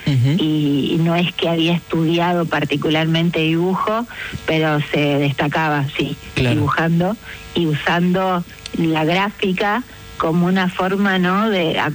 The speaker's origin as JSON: {"language": "Spanish", "town": "Paso de los Libres", "region": "Corrientes", "country": "Argentina", "tie": "born or raised there", "moved": "as an adult", "lives_now": "Santa Fe, Argentina", "said": "No, claro, es adoptivo, ¿no? Porque me crié en Paso de los Libres"}